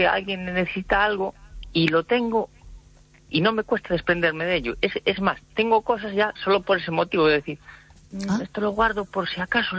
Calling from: Ferrol, Galicia, Spain; Hola, buenas noches, Esther. … de Ferrol.

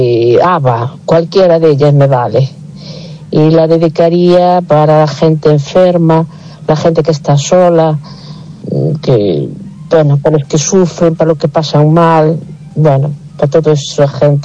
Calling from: Lugo, Galicia, Spain

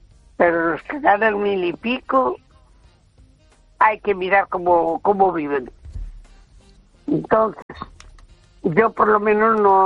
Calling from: A Coruña, Galicia, Spain; de Coruña.

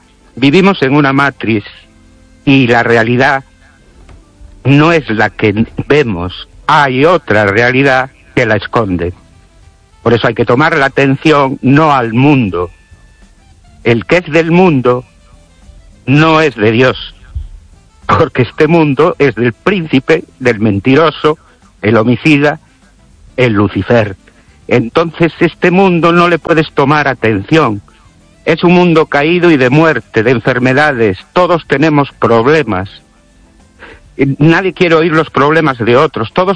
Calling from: Ourense, Galicia, Spain; Buenas noches. Estéreo oyente … de Orense.

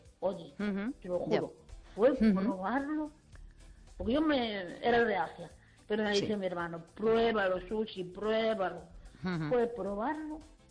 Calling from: Rianxo, Galicia, Spain; Hola, buenas noches … de Rianxo.

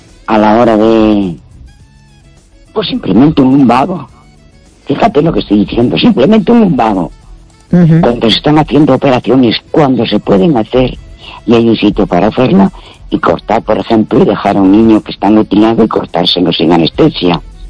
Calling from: Vigo, Galicia, Spain

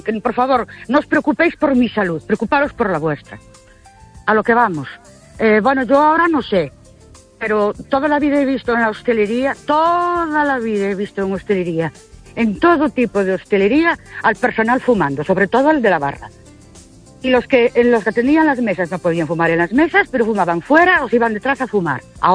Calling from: Ourense, Galicia, Spain; de Urense otra vez.

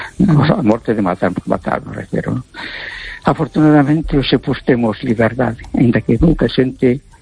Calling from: A Coruña, Galicia, Spain; Hola, buenas noches, Esther. … de Coruña.

